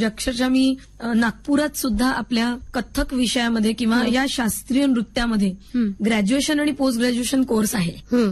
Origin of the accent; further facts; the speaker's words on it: Nagpur, Maharashtra, India; म्हणजे मी नागपूरची आहे म्हणून नागपूरचं सांगतीये की इथे MFA डिपार्टमेंट आहे ललित कला विभाग